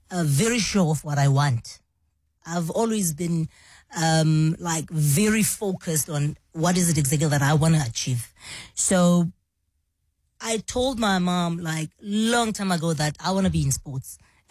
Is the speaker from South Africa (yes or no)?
yes; Eastern Cape, South Africa; But obviously I'm coming from the Eastern Cape, but it was not that easy.